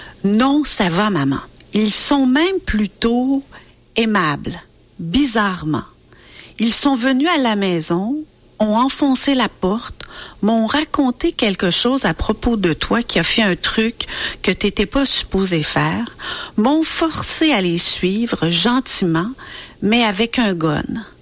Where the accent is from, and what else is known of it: Quebec, Canada